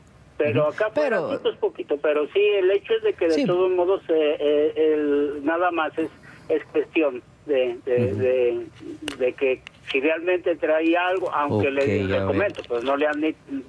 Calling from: León, Guanajuato, Mexico; De aquí, de León.

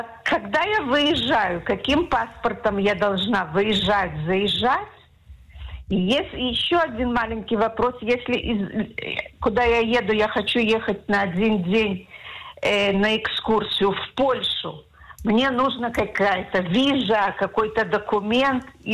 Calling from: Kfar Yona, Central District, Israel; Я из Кфарьона

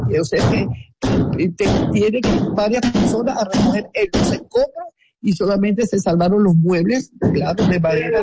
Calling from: Caracas, Capital District, Venezuela; Yo estoy en el este de Caracas, en Santa Dubigis, que es colinda con Los Palos Grandes.

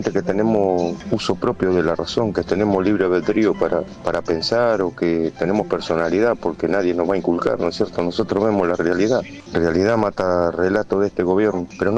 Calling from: Pigüé, Buenos Aires Province, Argentina; Yo soy un camionero, soy de Pigüé

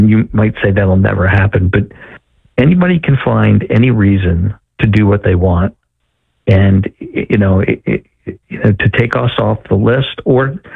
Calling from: Aberdeen, Maryland, United States; I was from Richwood, just moved to Aberdeen.

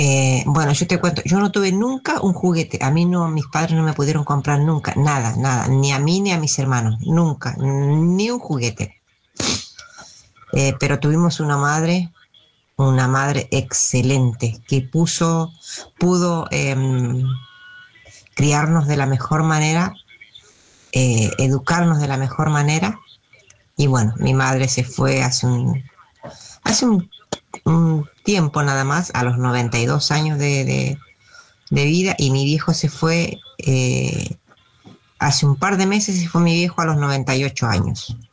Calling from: Garín, Buenos Aires Province, Argentina; de Garín.

